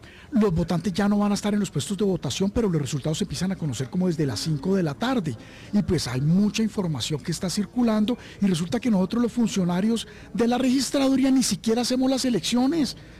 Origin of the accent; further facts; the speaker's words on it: Colombia; Somos nosotros los colombianos, por favor.